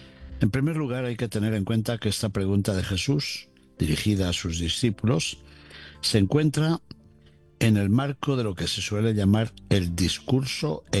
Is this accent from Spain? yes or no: yes; Spain; Oré también por mi tierra, por España, porque está afectada por incendios tremendos, sí, que llegan también a lugares que me son muy queridos.